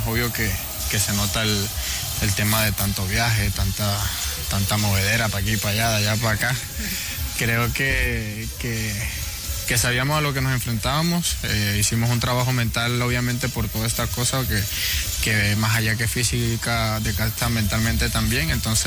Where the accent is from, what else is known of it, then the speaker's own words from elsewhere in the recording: Colombia; moved away; nosotros los colombianos